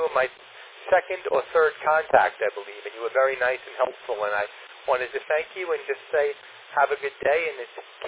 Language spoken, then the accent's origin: English; Lynbrook, New York, United States; now in Commack, United States; I've been in Comac now for about 8 years. I grew up over in Lynbrook, so almost Queens, but not quite.